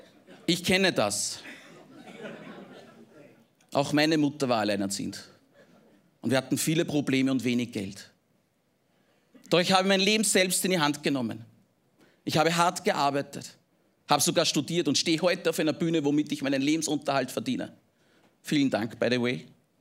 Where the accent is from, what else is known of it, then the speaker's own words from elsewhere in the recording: Engerwitzdorf, Upper Austria, Austria; Ja, ja, ich komme aus Oberösterreich, das liegt in Österreich, aus der Region des Mühlviertels. Das Dorf heißt Engerwitzdorf, ist sehr klein, ja, das werden Sie wahrscheinlich nicht kennen.